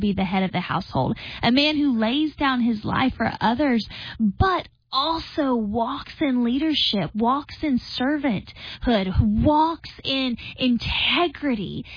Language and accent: English; Georgia, United States; I'm from Georgia